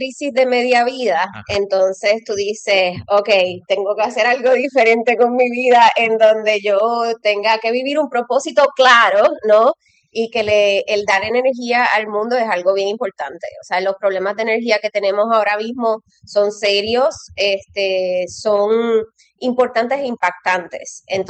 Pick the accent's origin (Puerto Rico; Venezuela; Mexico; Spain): Puerto Rico; Jayuya; Pues yo soy de Jayuya, Puerto Rico. Estudié me gradué de la High School Croem en Mayagüez, pero me crié en Jayuya.